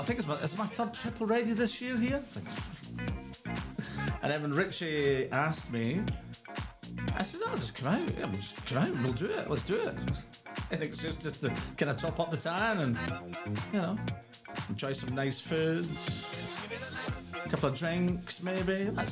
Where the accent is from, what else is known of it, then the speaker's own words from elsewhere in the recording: Scotland, United Kingdom; accent: Scottish; As you probably know, I'm Scottish. Yeah, probably the accent that gives it away.